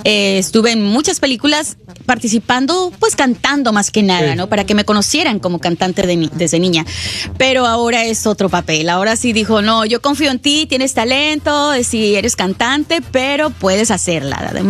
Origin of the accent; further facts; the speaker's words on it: Los Angeles, California, United States; Sí, sí, pues yo nací en Los Ángeles, uh-huh, y aquí crecí. Obviamente yo siempre hablé en español en casa porque así nos obligó mi mamá a hacerlo.